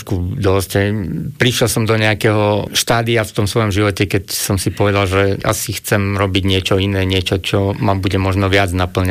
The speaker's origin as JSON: {"language": "Slovak", "town": "Spišská Nová Ves", "region": "Košice Region", "country": "Slovakia", "tie": "born or raised there", "said": "ja som zo Spiskej Novej Vsi"}